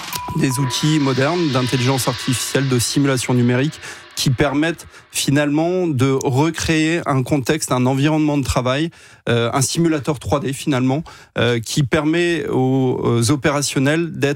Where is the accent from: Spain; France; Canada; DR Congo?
France; Lille, Hauts-de-France; born there; Moi, je suis né à Lille, tout à fait.